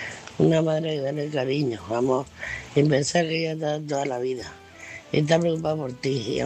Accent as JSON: {"language": "Spanish", "town": "Murcia", "region": "Region of Murcia", "country": "Spain", "said": "de Murcia, quería contestar a Manuela."}